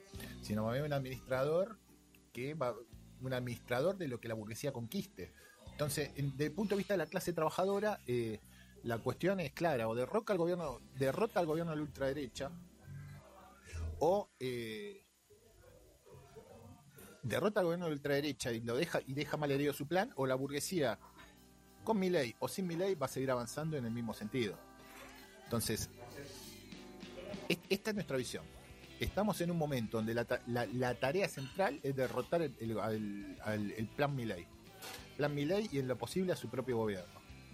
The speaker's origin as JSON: {"language": "Spanish", "town": "Mar del Plata", "region": "Buenos Aires Province", "country": "Argentina", "said": "yo soy de Mar del Plata"}